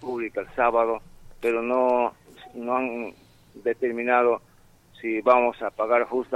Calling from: Lamas, San Martín, Peru; Estoy llamando desde la ciudad de Lamas.

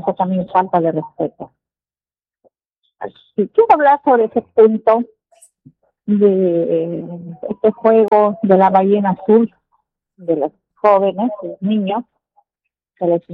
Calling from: Peru

